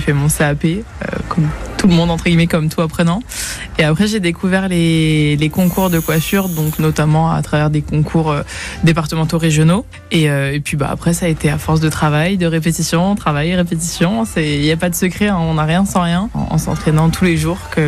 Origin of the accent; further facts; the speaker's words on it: Orléans, Centre-Val de Loire, France; moved away as an adult; now in Montpellier, France; je suis d'Orléans, la base rien à voir. Centre.